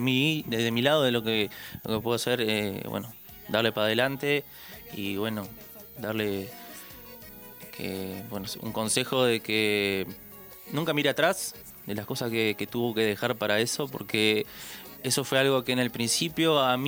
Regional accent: Artigas, Uruguay; also born or lived in Caraguatá, Tacuarembó; Soy de Caraguatá, de Tacuarembó, criado en Artigas, en la cuna de la música.

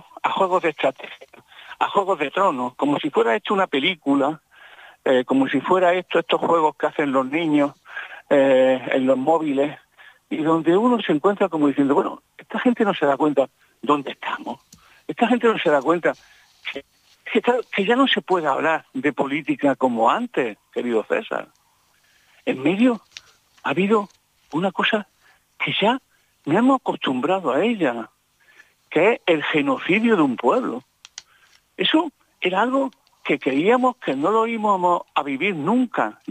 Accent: Jaén, Andalusia, Spain; also born or lived in Seville; now in Madrid, Spain; En un patio de Jaén, que es donde yo me crié.

